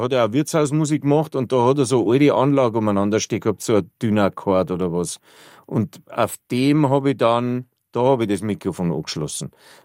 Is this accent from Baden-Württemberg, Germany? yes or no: no; Bavaria, Germany; accent: Bavarian dialect